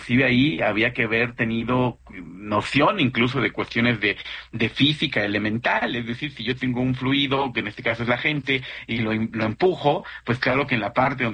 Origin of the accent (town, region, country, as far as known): Mexico